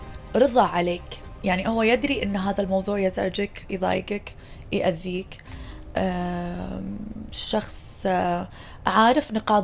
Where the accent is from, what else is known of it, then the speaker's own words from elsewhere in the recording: Kuwait; أنا الفنانة اللي ربيت بالكويت ونشأت من الفن الكويتي أو بالفن الكويتي بالبيت هني بالكويت، حبيبتنا إحنا مالتنا. وأنا فنانة يعني لبنانية كويتية